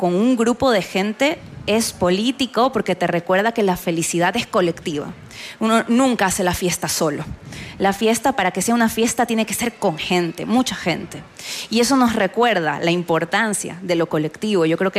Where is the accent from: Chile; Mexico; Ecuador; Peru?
Ecuador; Guayaquil, Guayas; una ciudad en llamas, mi ciudad natal, Guayaquil